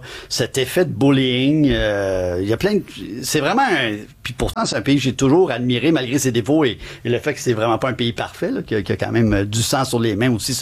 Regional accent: Canada; est-ce que je suis Canadien, je reviens chez moi

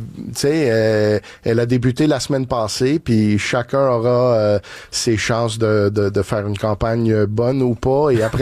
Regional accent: Montreal, Quebec, Canada; Il n'y avait pas d'école d'immersion française dans mon secteur. J'ai grandi à Saint-Léonard.

